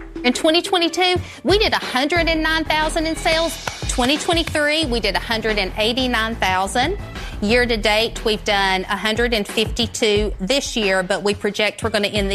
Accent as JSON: {"language": "English", "town": "Dunlap", "region": "Tennessee", "country": "United States", "said": "Hey Sharks … from Dunlap, Tennessee, and I'm here seeking $150,000 for a 10% stake in my company."}